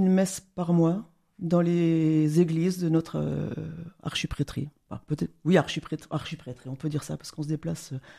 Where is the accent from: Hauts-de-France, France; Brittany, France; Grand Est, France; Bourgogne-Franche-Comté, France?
Grand Est, France; Sarrebourg; je viens du pays de Sarrebourg, à quelques kilomètres de Metz. Je suis mariée, maman de 3 enfants